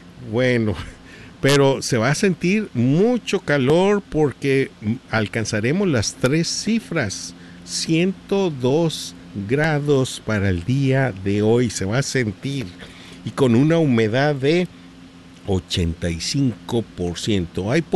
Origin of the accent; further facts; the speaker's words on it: Monterrey, Nuevo León, Mexico; now in Quad Cities, United States; Y eso me recuerda mucho a mi tierra allá, mi querido Monterrey. Muy húmedo